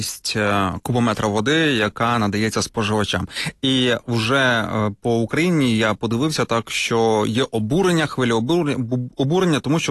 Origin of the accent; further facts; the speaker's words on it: Kyiv, Ukraine; ми всі кияни